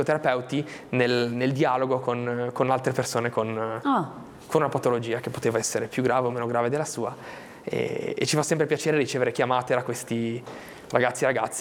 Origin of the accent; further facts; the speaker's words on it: Albenga, Liguria, Italy; E prima il nostro comune di Albenga, noi siamo di Albenga … di Albenga, e subito dopo la Regione Liguria ci hanno dato una mano.